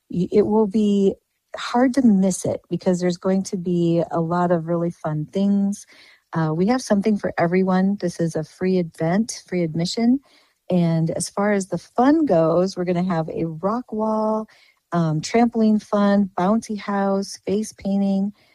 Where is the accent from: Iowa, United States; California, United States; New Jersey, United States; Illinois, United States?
Iowa, United States; thank God I'm from Iowa. Thank God I'm from a small town.